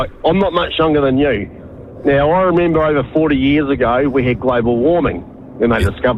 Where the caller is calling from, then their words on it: Western Australia, Australia; I'm sitting here in West Island, in Western Australia working.